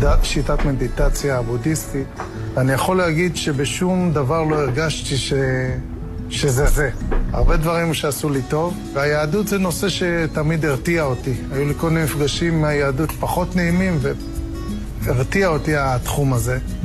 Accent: Nir Oz, Southern District, Israel; אני גדלתי בקיבוץ מאוד מאוד חילוני, של השומר הצעיר, לינה משותפת, רחוק, רחוק מאוד מאוד מהדת והאמונה

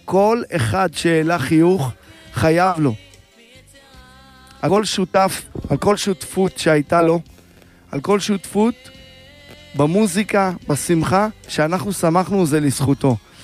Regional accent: Jerusalem, Jerusalem District, Israel; רחוב אדוניהו הכהן, המקום ששם קרתה הטרגדיה, זה המקום שגדלנו

